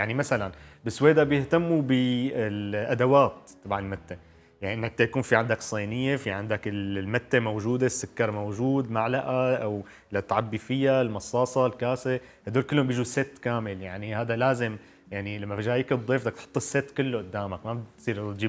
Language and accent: Arabic; Damascus, Damascus Governorate, Syria; نحن شوام بالشام